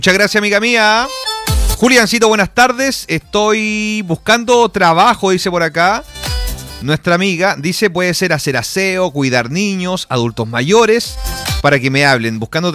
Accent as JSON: {"language": "Spanish", "town": "Temuco", "region": "Araucanía", "country": "Chile", "said": "Hola, hola … soy de Temuco."}